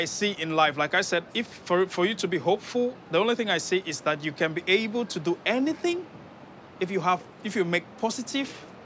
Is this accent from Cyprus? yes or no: yes; Cyprus; moved away as an adult; now in Berlin, Germany; Yeah, I'm from Cyprus. I came from Cyprus to Berlin. But as a result of the economic crisis, I had no work.